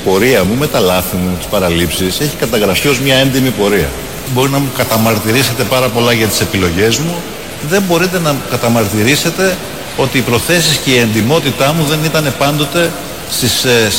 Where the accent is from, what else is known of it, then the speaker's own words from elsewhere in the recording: Athens, Attica, Greece; Εγώ γεννήθηκα και μεγάλωσα σε μια μεσοαστική περιοχή, στους Αμπελόκηπους.